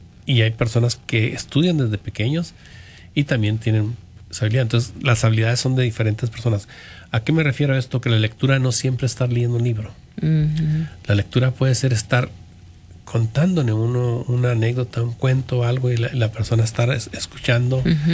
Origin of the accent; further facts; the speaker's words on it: Delicias, Chihuahua, Mexico; now in Wisconsin, United States; vengo de, vamos a decir, ¿de dónde vengo yo? De Chihuahua, delicia